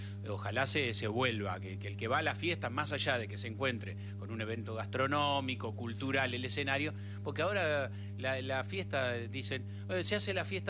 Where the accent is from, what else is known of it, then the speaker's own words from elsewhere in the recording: Las Toscas, Argentina; born there; moved away; fui un día a mi pueblo, a Las Toscas